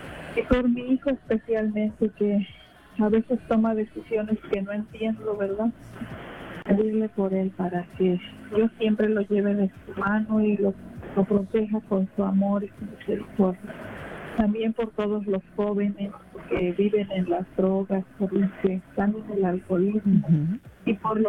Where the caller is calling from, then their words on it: Mississippi, United States; De Mississippi